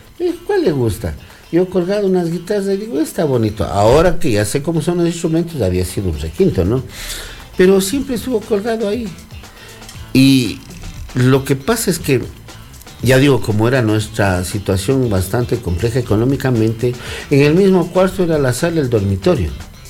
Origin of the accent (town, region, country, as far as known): Ecuador